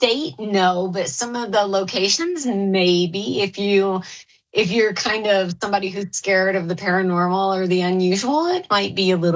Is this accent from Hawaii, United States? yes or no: no; Arkansas, United States; born or raised there; also born or lived in Texas